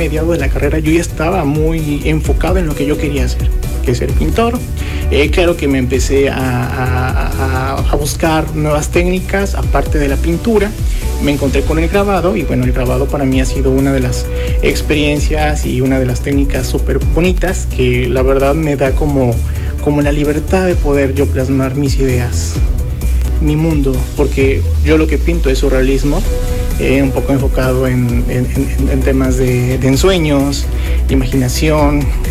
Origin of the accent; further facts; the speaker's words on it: Gutiérrez Zamora, Veracruz, Mexico; moved away as an adult; now in Xalapa, Mexico; Soy de Gutiérrez Zamora. Nací en el 91. Y bueno, pues después me mudo a la ciudad de Jalapa en el 2010, porque bueno, terminó la prepa y pues me fui a buscar oportunidades.